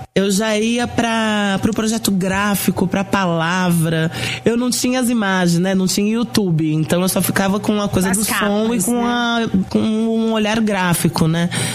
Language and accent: Portuguese; São Lourenço, Minas Gerais, Brazil; como eu cresci em São Lourenço, eu cresci em Minas.